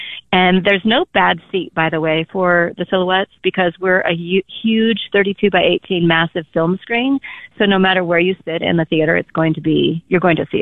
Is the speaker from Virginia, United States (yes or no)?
no; Iowa, United States; also born or lived in Denver; now in Montana, United States; I'm from the Midwest. I grew up in Iowa. No comment to Mr. Nebraska. And then I lived in Denver for 36 years